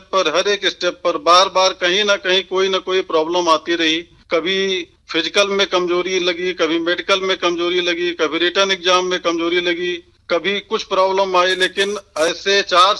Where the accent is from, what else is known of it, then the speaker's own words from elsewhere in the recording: Gonda, Uttar Pradesh, India; moved away as an adult; ग्राम Utraula, post Paraspur, district Gonda, Uttar Pradesh का निवासी हूँ।